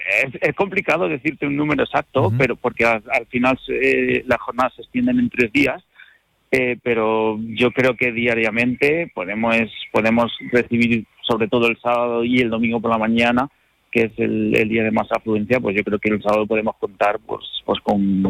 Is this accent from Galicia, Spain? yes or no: no; Motilla del Palancar, Castilla-La Mancha, Spain; yo, como motillano, como conquense y como castellano manchego